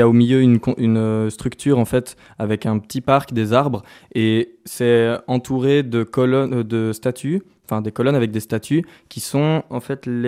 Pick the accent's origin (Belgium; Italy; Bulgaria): Belgium; Namur, Wallonia; Mais comme je venais de Namur, Namur est une ville qui est petite et familière et qui est assez intime.